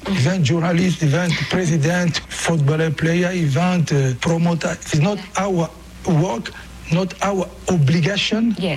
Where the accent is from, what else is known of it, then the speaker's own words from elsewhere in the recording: Kinshasa, DR Congo; first language Lingala; English is a second language; I never speak Swahili when I grew up in Kinshasa, I speak just Lingala, it will be French.